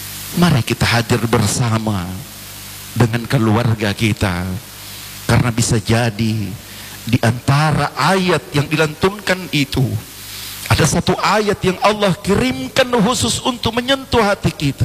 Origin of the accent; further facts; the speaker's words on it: Gorontalo, Indonesia; kita sebagai orang Gorontalo